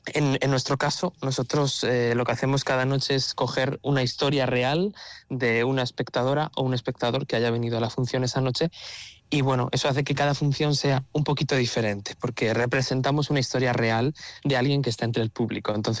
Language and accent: Spanish; Madrid, Community of Madrid, Spain; No sé si en vuestra tierra ocurrió. Yo soy de Madrid